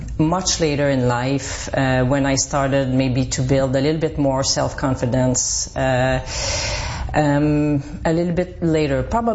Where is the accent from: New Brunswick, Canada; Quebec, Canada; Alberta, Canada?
Quebec, Canada; Val-des-Sources; I come from Val des Sources. It's a small, it used to be a mining town, asbestos.